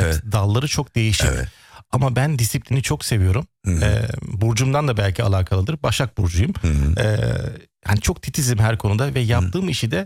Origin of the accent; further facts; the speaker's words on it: Berlin, Germany; Türklerimizin Berlin'de veyahut Almanya'da doğup büyüyenlerin aynı benim şekilde